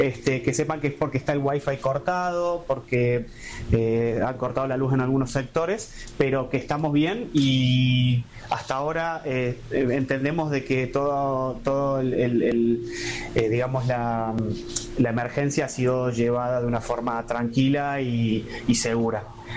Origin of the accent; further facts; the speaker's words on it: Córdoba, Argentina; nosotros somos de Córdoba y nos hemos cruzado con muchos cordobeses